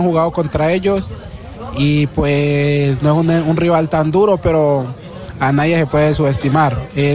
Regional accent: Cali, Valle del Cauca, Colombia; moved away as an adult; now in Las Rozas, Spain

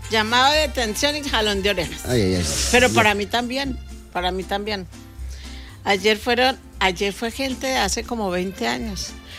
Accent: Colombia; tarotista colombiana.

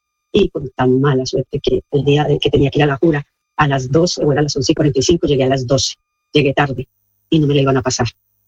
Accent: Spain; Yo me vine este año aquí a Colombia y me vine en un vuelo de Avianca. Y no vean la cantidad de cosas que traje. Y a mí, yo creo que por nosotros ser españoles, a mí la maleta no me la...

